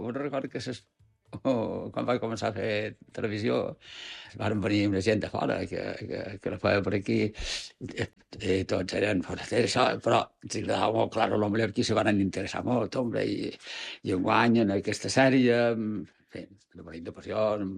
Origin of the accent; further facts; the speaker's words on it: Palma, Balearic Islands, Spain; Bueno, vaig néixer a Palma. Ja són dels Hostalets. Exactament de Can Capes són jo.